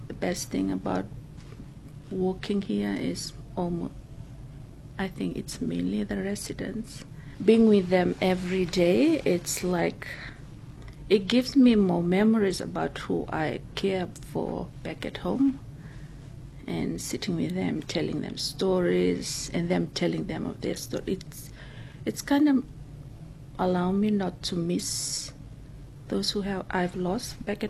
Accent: Fiji; English is a second language; moved away as an adult; now in Busselton, Australia; I'm originally from Fiji, one of the remote islands in Fiji. Tropical, more different than cold weather in Busselton. We came in 2022.

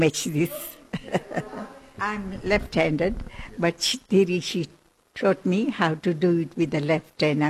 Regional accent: Lautoka, Western Division, Fiji; born there; moved away; born in La Tolka.

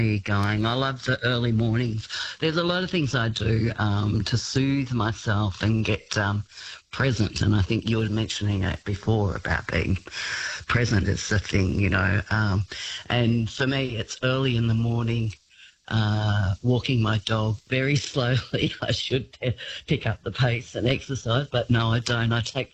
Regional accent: Melbourne, Victoria, Australia; now in Tablelands, Australia; I'm from Melbourne, but the mist is just amazing and the cows and the smells.

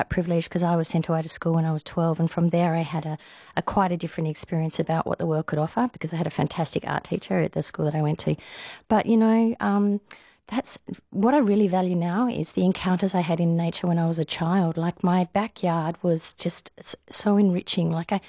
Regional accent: Western Australia, Australia; moved away; I grew up in a small country town of, 600 people in Gemelling.

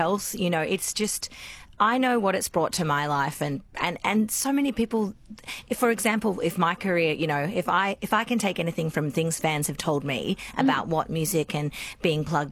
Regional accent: Violet Town, Victoria, Australia; also born or lived in Benalla / Euroa; So even though it was also quite hard and limited for us growing up in Violet Town, Benalla, Euroa, that sort of area of northeast Victoria, we really didn't have a lot of venues or festivals or anything coming through.

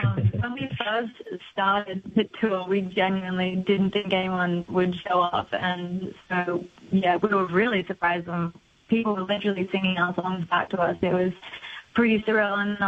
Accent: Campbelltown, New South Wales, Australia; I'm actually from Campbelltown, so not too far away from Wollongong.

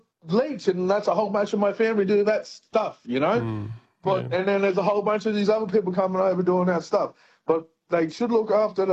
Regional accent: Australia; everyone has to be ashamed of being Aussie. It's what it seemed like it'd be, and I'm half. Half and half, you know what I mean? But my dad was in the Navy, my mum grew up on a mission.

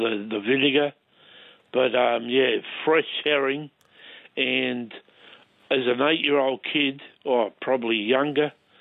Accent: Scotland, United Kingdom; my grandmum, so I grew up in Scotland.

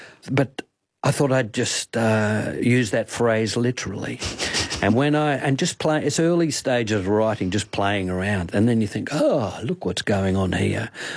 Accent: Albany, Western Australia, Australia; born or raised there

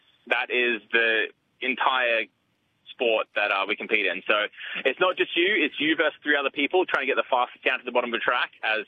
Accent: Australia; That's why my nickname on the tour is … Because I'm from Australia, I crash way too much.

